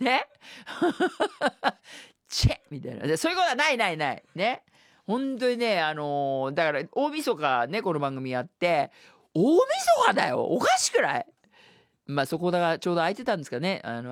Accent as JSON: {"language": "Japanese", "region": "Tokyo", "country": "Japan", "tie": "born or raised there", "said": "私下町東京の出身なもんですから、お相撲さんのお部屋、相撲部屋がいっぱいあるんですよ。"}